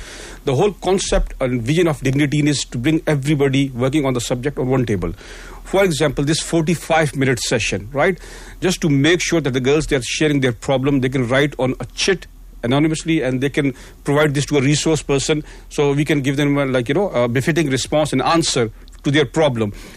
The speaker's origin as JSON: {"language": "English", "country": "South Africa", "said": "And us as South African, we'll be so proud to present a project to rest of the African countries as well"}